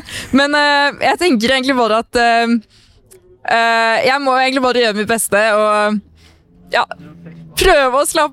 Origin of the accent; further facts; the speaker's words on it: Stavanger, Rogaland, Norway; det var vennegjengen min hjemme I Stavanger som begynte å kjøre på en go-kartbane på Jæren.